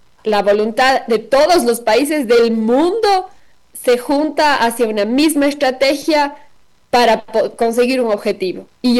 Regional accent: Ecuador; es eso que nos mueve a todos como ecuatorianos

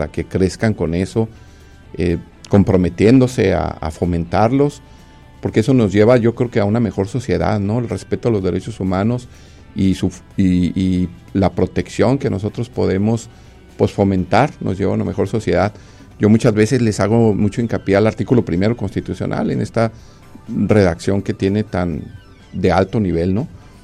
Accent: Guadalajara, Jalisco, Mexico; born there; now in Tijuana, Mexico; yo por ejemplo soy de Guadalajara, tijuanense, pero nacido en Guadalajara

